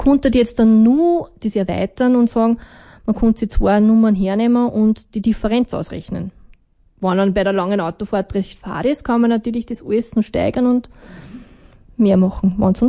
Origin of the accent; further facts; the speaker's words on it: Vöcklabruck, Upper Austria, Austria; aber natürlich Vöcklabruck, meine alte Heimat, auch mit eingebunden.